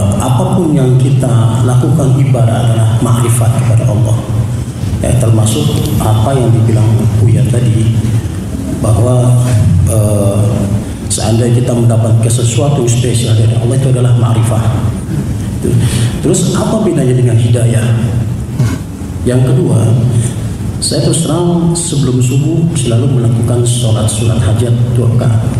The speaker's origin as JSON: {"language": "Indonesian", "town": "Ciledug", "region": "Banten", "country": "Indonesia", "said": "Saya dari Ciledug, Komplek Paninggilan Permai."}